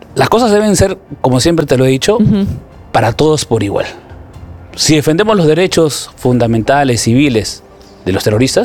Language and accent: Spanish; Peru